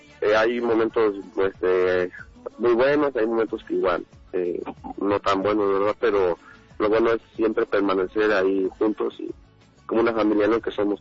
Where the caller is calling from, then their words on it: Tehuacán, Puebla, Mexico; Desde acá en la Jime, Tehuacán